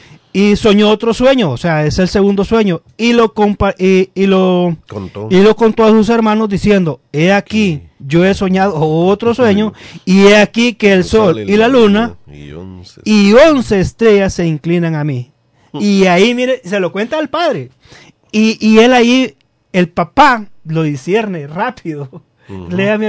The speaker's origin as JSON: {"language": "Spanish", "country": "Honduras", "said": "Yo tengo la responsabilidad por mi país, Honduras."}